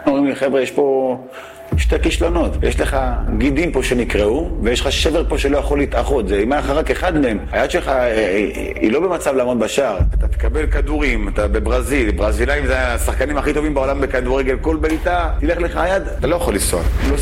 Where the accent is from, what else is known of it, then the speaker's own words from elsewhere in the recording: Tel Aviv, Tel Aviv District, Israel; גדלתי בבית מרובה ילדים, בתל אביב.